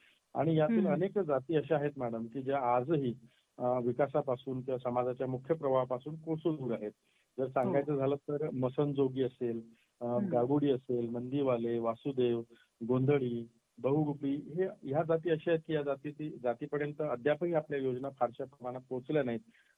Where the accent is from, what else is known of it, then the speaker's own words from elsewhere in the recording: Kumgaon, Maharashtra, India; born there; मी सुद्धा एका बुलढाणा जिल्ह्यातील नांदुरा तालुक्यातील कुमगाव सारख्या छोट्याशा खेड्यात जन्माला आलो. माझ्या घरची परिस्थिती अत्यंत हलाकीची होती